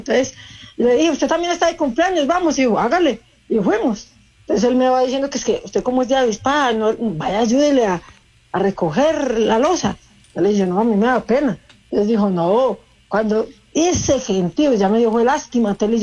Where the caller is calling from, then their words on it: Manizales, Caldas, Colombia; Yo soy de Manizales, Caldas.